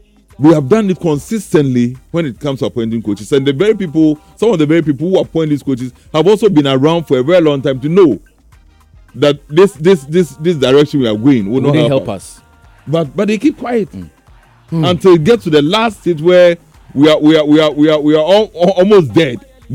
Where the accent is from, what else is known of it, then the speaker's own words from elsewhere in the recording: Ghana; I'm a Ghanaian. You get it. I'm a Ghanaian.